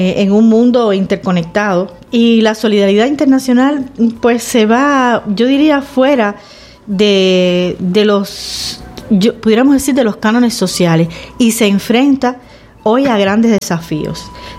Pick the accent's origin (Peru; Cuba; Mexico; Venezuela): Cuba; y yo diría, bueno, es que yo soy cubana